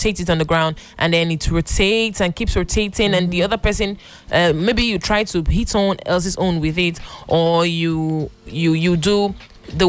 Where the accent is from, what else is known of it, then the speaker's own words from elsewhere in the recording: Edo, Nigeria; I'm from Edo. Okay, okay. From Edo State.